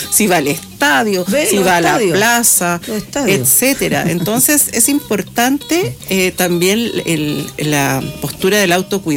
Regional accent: Chile; nosotros como chilenos

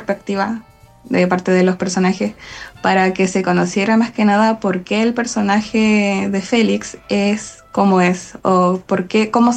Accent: Chile; ahora todavía estoy feliz porque me lee gente de Chile y yo como, ¡ah, soy querida en mi país!

